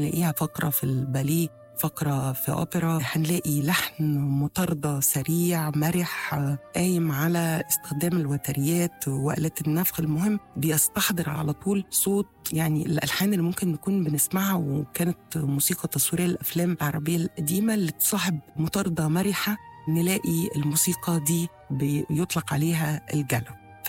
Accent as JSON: {"language": "Arabic", "country": "Egypt", "said": "إحنا كمصريين"}